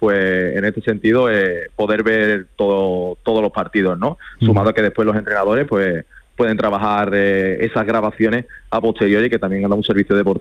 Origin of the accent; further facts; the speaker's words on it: Andalusia, Spain; accent: Andalusian; Como buenos andaluces hay que apoyar nuestro acento.